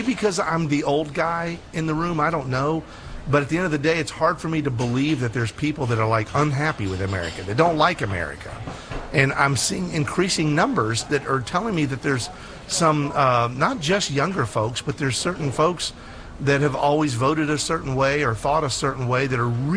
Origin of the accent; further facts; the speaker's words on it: United States; I'm an American